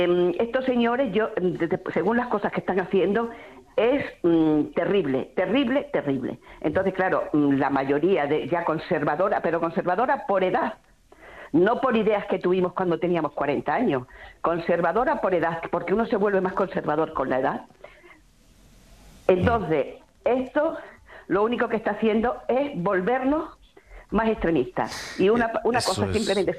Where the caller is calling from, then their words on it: Spain; somos nosotros españoles como ellos